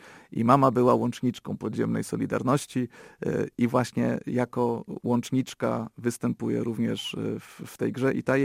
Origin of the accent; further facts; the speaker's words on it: Grodków, Opole Voivodeship, Poland; Stąd ten Grodków, więc troszkę wyrosłem w tych klimatach i jest to mi rzeczywiście bliskie.